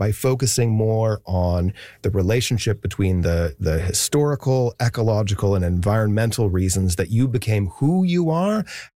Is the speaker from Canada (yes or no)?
yes; Canada; So we can't get carried away. We're still Canadian here in Vancouver.